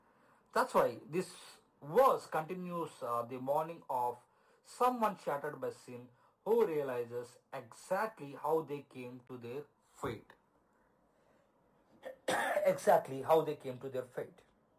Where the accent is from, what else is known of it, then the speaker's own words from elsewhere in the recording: Ongole, Andhra Pradesh, India; English is a second language; moved away as an adult; also born or lived in Mysore; in 2018, I got my job and I moved away from Ongole and stayed in Bangalore, in Mysore, which is near to Bangalore, and which is, you know, like 500 kilometers away from Ongole.